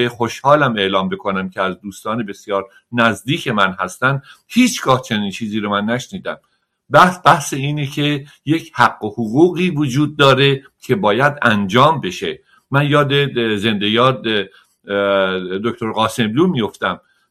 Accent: Iran; یا ما ایرانی هستیم یا ما ایرانی نیستیم. اگر ایرانی هستیم هممون ایرانی هستیم.

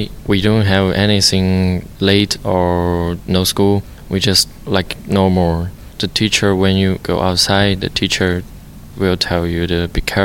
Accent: Yanji, Jilin, China; English is a second language; I'm from the Yanji and the city from Jilin. That place is the northern. Our known for the different language because we have the Korean people and the rice.

